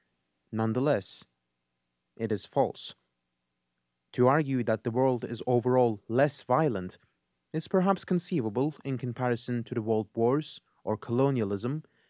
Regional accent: United States

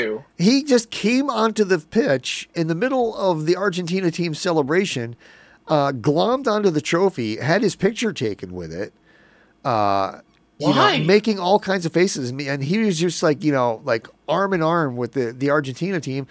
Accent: Binghamton, New York, United States; I told him where I was from. And I said I come up from Binghamton

